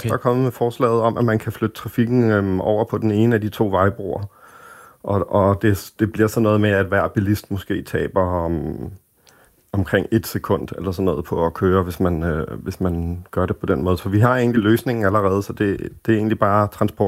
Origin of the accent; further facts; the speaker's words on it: Copenhagen, Capital Region of Denmark, Denmark; jeg er københavner og vokset op her